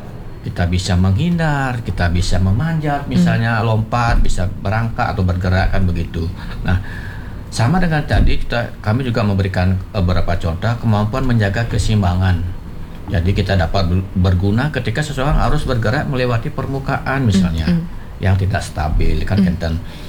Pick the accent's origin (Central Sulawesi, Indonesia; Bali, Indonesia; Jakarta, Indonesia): Bali, Indonesia; Kita orang Bali, kita memiliki warisan budaya yang tak benda